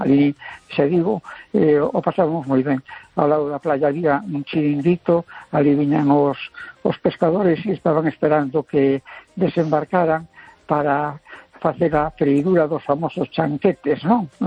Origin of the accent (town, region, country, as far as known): A Coruña, Galicia, Spain